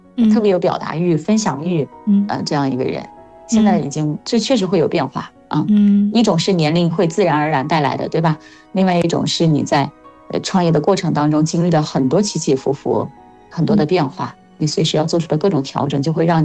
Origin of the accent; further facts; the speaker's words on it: Hunan, China; moved away as an adult; also born or lived in Northeast China; now in Hainan, China; 因为我是从湖南过来的嘛，读书又在东北